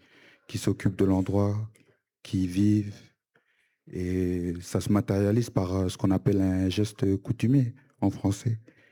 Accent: Lifou, Loyalty Islands Province, New Caledonia; chez moi à Djéou sur l'île de Lifou, de son nom colonial

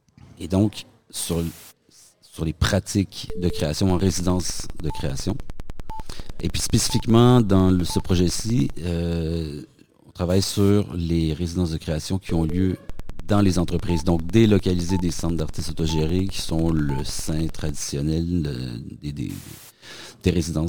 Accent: Montreal, Quebec, Canada; Figurez-vous donc, je suis Montréalais d'origine, okay. Québécois d'origine, donc en séjour à Nantes

